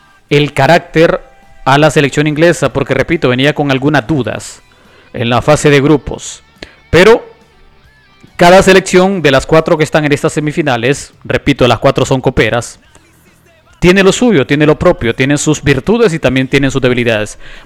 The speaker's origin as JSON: {"language": "Spanish", "country": "Honduras", "said": "nosotros como hondureños"}